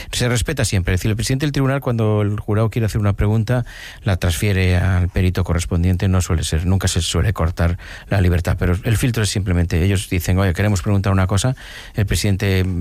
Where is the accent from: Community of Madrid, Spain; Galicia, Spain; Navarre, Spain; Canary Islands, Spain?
Galicia, Spain; Yo soy gallego, aquí cualquier anciano cualquier anciana de mi pueblo te dice enseguida lo que tienes según lo que haces.